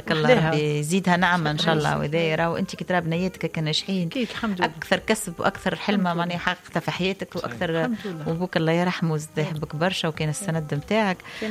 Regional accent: Sfax, Sfax Governorate, Tunisia; انا عشرة وتربيت في صفاقس بلاد الفن والموسيقى

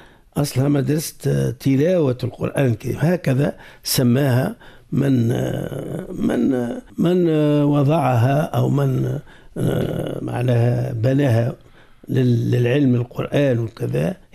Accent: Tunisia; لكن اللي همنا احنا في بلدنا تونس

